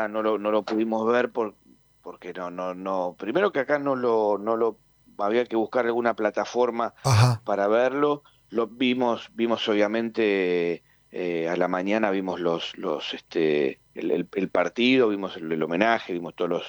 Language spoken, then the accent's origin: Spanish; Argentina; now in Italy; y cuando te reconocen acá como argentino, te preguntan por Messi. En el país de Diego te preguntan por Messi.